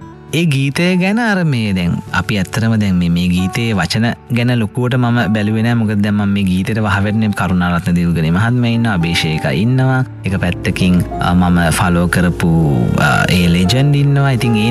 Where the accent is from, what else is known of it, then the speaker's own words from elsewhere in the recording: Galle, Southern Province, Sri Lanka; ඇය මගේ ගමේ ගාල්ලේ පි අහල පහල, කියන්නේ අහල පහල ගම්වල තමයි ඉපදිලා තියෙන.